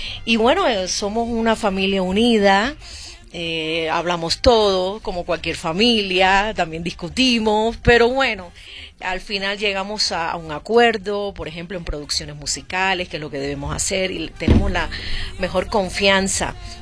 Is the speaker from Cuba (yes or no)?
yes; Havana, Cuba; Bueno, nací y me crié en La Habana, Cuba. Vengo de una, wow, familia musical.